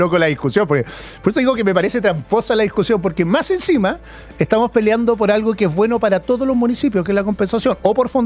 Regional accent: Las Condes, Santiago Metropolitan Region, Chile; yo me crié en Las Condes, en la parte pobre de Las Condes. Color 9000, Santa Cita 92274, esa era mi casa. Estudié en un liceo público de Las Condes.

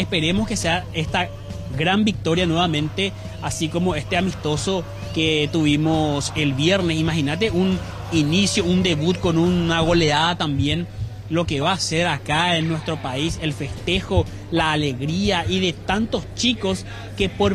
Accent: Paraguay; como buenos y fieles paraguayos que somos

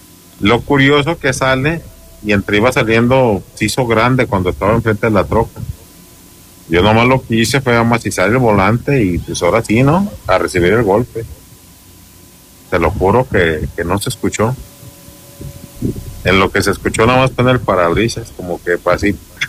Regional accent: Mexico; yo soy de México. Yo vivo en Michoacán

